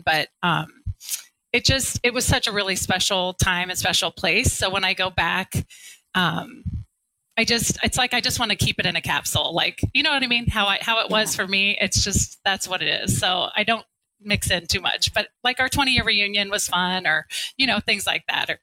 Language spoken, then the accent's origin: English; Mason, Ohio, United States; born there; also born or lived in Sidney, Ohio / Piqua, Ohio / Columbus, Ohio / Chicago; And about third grade, we moved to Mason, Ohio, which is close to Cincinnati. And that's really what I consider where I grew up, in kind of my hometown. But I graduated from Mason High School